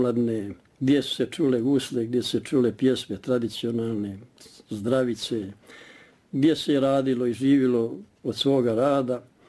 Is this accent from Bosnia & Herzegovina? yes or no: yes; Trešnjevica, Republika Srpska, Bosnia & Herzegovina; born there; jer ja sam rođen u Hercegovini, u istočnom dijelu, na području nekadašnje opštine Ulog, a današnji Kalinovi, 55. godine u selu Trešnjevica